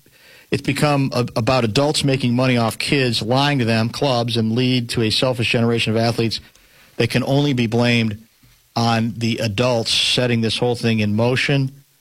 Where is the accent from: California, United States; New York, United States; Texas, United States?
Texas, United States; I'm from Texas.